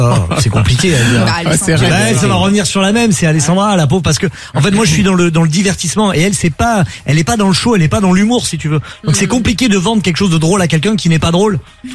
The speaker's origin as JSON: {"language": "French", "town": "Marseille", "region": "Provence-Alpes-Côte d'Azur", "country": "France", "lives_now": "Paris, France", "said": "Mais moi, je suis barman, je suis de Marseille, j'ai pris des trucs, je suis arrivé sur Paris, et j'ai fini à faire la méthode Coé sur TF1"}